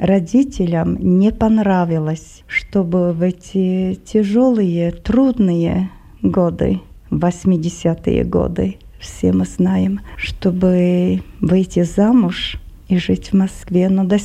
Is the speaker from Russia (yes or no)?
no; Svidník, Prešov Region, Slovakia; Russian is a second language; moved away as an adult; после учебы в гимназии у меня в родном городе в Свиднике я поступила в университет